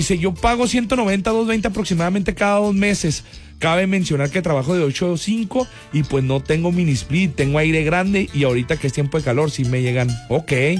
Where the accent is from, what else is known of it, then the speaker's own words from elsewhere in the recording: Mexico; Uno como mexicano, como que las malas cosas las tienes que hacer como broma para que no duela tanto.